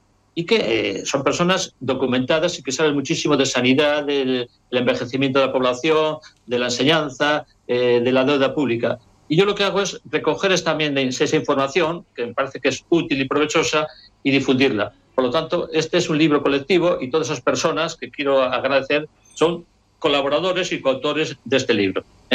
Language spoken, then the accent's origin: Spanish; Laguna de Duero, Castile and León, Spain; also born or lived in Bilbao; now in Galicia, Spain; Sabéis que soy de Laguna de Duero, de Valladolid. Ajá. Lo que pasa es que después estuve viviendo en Bilbao muchos años, me considero también medio vasco, después llevo 54 años en Galicia.